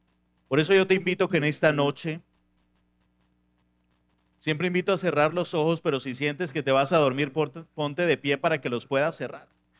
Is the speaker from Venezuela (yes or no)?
yes; Venezuela